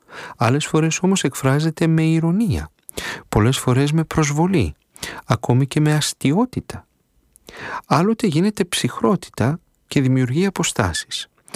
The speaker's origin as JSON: {"language": "Greek", "town": "Serres", "region": "Central Macedonia", "country": "Greece", "tie": "born or raised there", "moved": "as an adult", "said": "Όταν ήμουν στην Μητρόπολη Σερών, στην πατρίδα μου, στις Σέρες"}